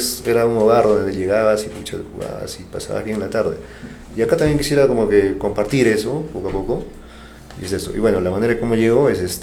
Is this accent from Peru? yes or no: yes; Limatambo, Cusco, Peru; now in Huarán, Peru; soy de Limatambo.